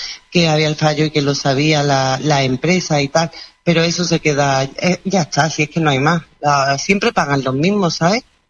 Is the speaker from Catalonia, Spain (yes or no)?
no; Adamuz, Andalusia, Spain; now in Montemayor, Spain; y el sábado pues me fui a mi pueblo, yo soy de Adamú, pero vivo en Montemayor